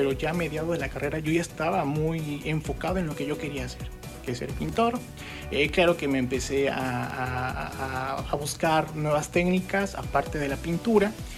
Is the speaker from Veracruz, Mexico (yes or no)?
yes; Gutiérrez Zamora, Veracruz, Mexico; moved away as an adult; now in Xalapa, Mexico; Así es. Soy de Gutiérrez Zamora. Nací en el 91. Y bueno, pues... después me mudo a la ciudad de Jalapa en el 2010 porque, bueno, terminó la prepa y pues me fui a buscar oportunidades.